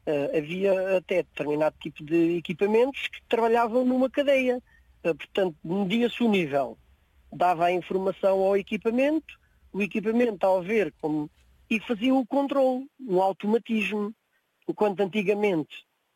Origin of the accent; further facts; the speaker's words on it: Abrantes, Santarém, Portugal; now in Portimão, Portugal; porque eu sou residente, sou natural de Casais de Revelhos, Abrantes.